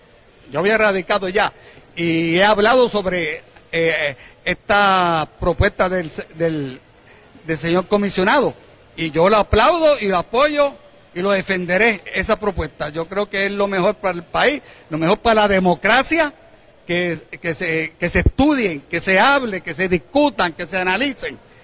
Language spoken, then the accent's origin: Spanish; Caguas, Puerto Rico; en la política de mi ciudad de Cagua